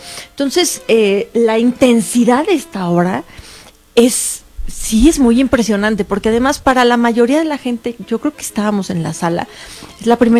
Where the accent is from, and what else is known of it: Coyoacán, Mexico City, Mexico